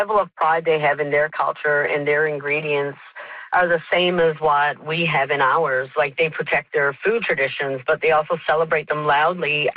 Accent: Newfoundland and Labrador, Canada; I take ingredients that I grew up with here in Labrador

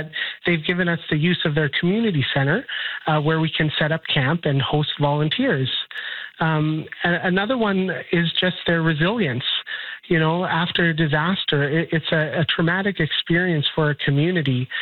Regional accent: Winnipeg, Manitoba, Canada; I'm from Winnipeg. That's where I live.

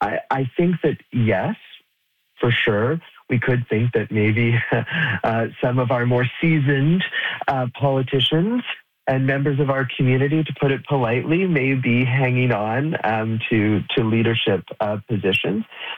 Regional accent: Goderich, Ontario, Canada; now in Ottawa, Canada; Certainly my experience coming from Goderich, I now live in Ottawa, right? I didn't make my career and my life in my hometown.

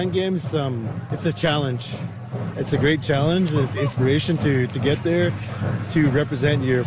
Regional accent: North Vancouver, British Columbia, Canada; I'm from the Squamish Nation, located in North Vancouver, BC. On my mother's side, I'm also from Pelly Cross, and I'm North Shoshone, my father's side

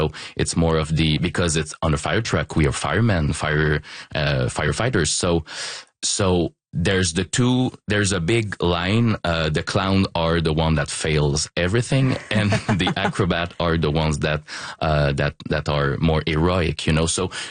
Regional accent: Quebec City, Quebec, Canada; English is a second language; So I'm from Quebec, Limoilou, and I started doing improv

